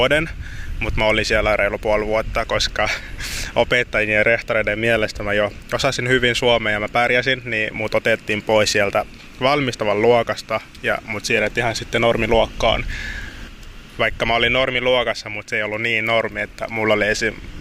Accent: DR Congo; first language Lingala; Finnish is a second language; No mä oon, en tiedä tiedätkö, mutta kongolainen. Niin mä puhun lingala, on niin kuin mun äidinkieli. Sitten mä puhun ranskaa, se on mun toinen kotikieli. Mutta sitten kun mä oon taas vähän niin kuin puoliksi sambialainen, niin mä puhun noin sambian kielet.

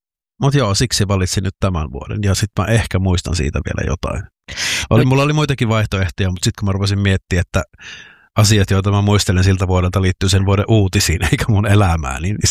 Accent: Joensuu, North Karelia, Finland; minähän olen siis Joensuusta kotoisin ja siellä elin lukion loppuun

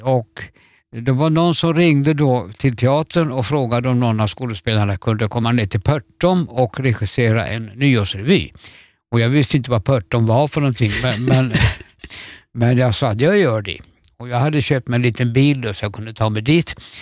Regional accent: Småland, Sweden; born there; also born or lived in Vasa, Finland; now in Malmö area, Sweden; Nu bor jag ju utanför Malmö. Och det är ju över 50 år sedan jag bodde i Småland, där jag är född. Och sen har jag då flyttat hem.

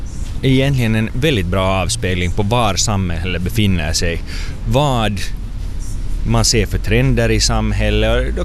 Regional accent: Sweden; jag är uppvuxen i Sverige

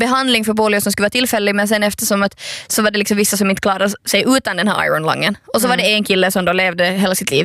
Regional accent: Ostrobothnia, Finland; som österbottning

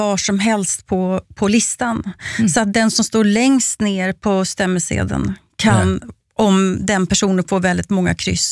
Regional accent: Sweden; Som svensk så skäms jag ju särskilt för detta politiskt icke-korrekta.

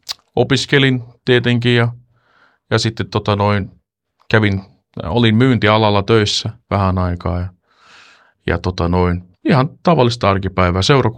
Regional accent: Stockholm, Stockholm County, Sweden; now in Finland; 32-vuotias ja tuun Ruotsista itse asiassa.

